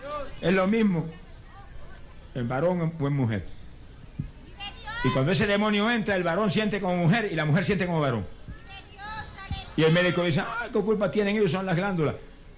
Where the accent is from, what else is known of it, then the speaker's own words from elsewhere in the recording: Puerto Rico; Porque en mi país hay otros centros a favor de los adictos a drogas